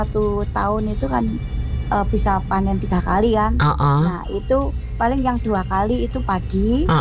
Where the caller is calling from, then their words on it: Banyuwangi, East Java, Indonesia; kalau di desa saya seperti itu Mbak, di Banyuwangi Mbak.